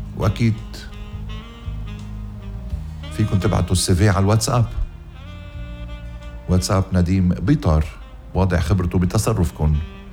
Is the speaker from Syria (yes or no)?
no; Lebanon; عم بيحملونا كلنا كلبنانيين مسؤولية